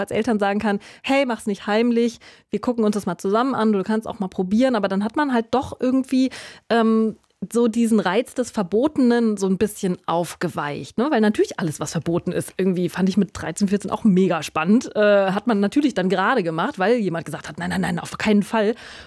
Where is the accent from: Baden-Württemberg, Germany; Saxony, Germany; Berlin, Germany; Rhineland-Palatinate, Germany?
Rhineland-Palatinate, Germany; Mainz; Ja, obwohl ich komme aus einer Weinregion, aus Mainz, Rheinhessen, auch im Bekanntenkreis und ein paar Winzerinnen und Winzer.